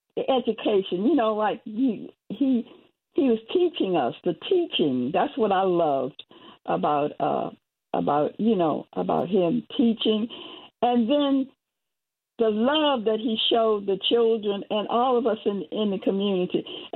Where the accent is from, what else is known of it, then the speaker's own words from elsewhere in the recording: New York, United States; I grew up in New York, too. So, you know, in Harlem.